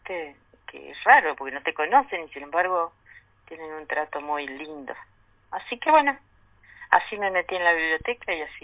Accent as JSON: {"language": "Spanish", "town": "San Cristóbal", "region": "Córdoba", "country": "Argentina", "tie": "born or raised there", "said": "No, perdón, de San Cristóbal, en mi pueblo natal."}